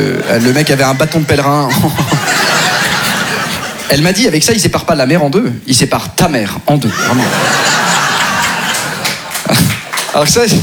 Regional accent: Neuilly-sur-Seine, Île-de-France, France; Alors moi, je suis une caricature, parce que non seulement j'ai grandi à Neuilly, mais en plus dans une famille nombreuse.

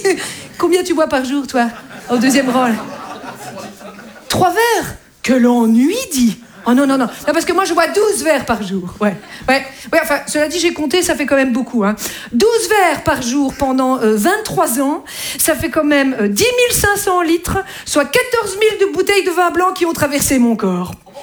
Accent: Belgium; Oui, je suis belge aussi. Oui. Je sais, c'est pas facile.

